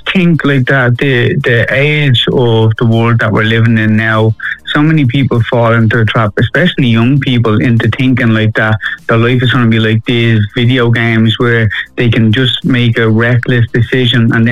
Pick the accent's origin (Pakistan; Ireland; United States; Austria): Ireland; Dublin, Leinster; I grew up in Fatty Ma Mansions, and like growing up in the 90s